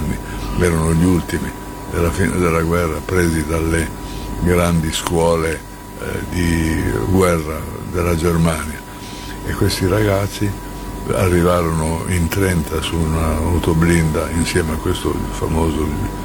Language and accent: Italian; Bologna, Emilia-Romagna, Italy; also born or lived in Padua / Giulianova; a 2 anni sono andato a Bologna, è stato sempre Bologna e Giulianova